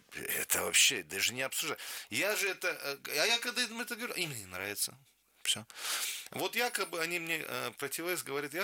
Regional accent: Dagestan, Russia; Потому что я аварец, русский националист.

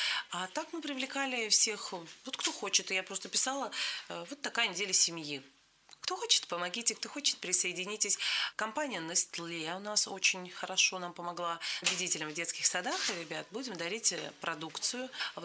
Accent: Cherepovets, Vologda Oblast, Russia; Я сама из Череповца

